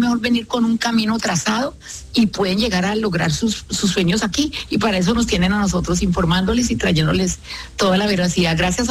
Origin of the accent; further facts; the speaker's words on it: Colombia; porque ustedes saben que yo soy colombiana de racamandrácame, sí.